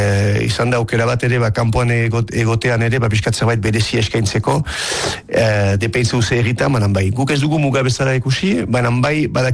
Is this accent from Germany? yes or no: no; Bayonne, Nouvelle-Aquitaine, France; bizitzea eskualde batean, Baiona bezalako hiri batean, txikia nintzenean, nun euskalduna girela 100%